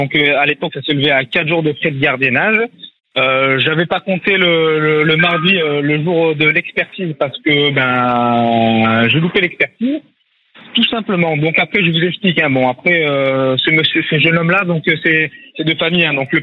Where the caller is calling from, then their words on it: Antibes, Provence-Alpes-Côte d'Azur, France; Je suis à Antibes.